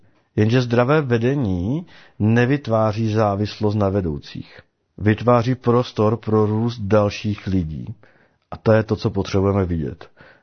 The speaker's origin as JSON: {"language": "Czech", "town": "Bruntál", "region": "Moravian-Silesian Region", "country": "Czechia", "said": "když ke mně přijde můj člen z Bruntálu a mluví se mnou, jak bych tak u nás na Bruntálsku řekli, na férovku, a bez obalu"}